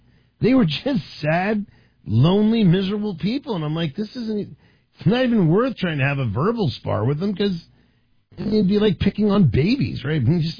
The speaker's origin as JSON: {"language": "English", "town": "Washington", "region": "District of Columbia", "country": "United States", "tie": "born or raised there", "said": "growing up in Washington, D.C., I saw a few people try their best to do a little bit of Indy driving."}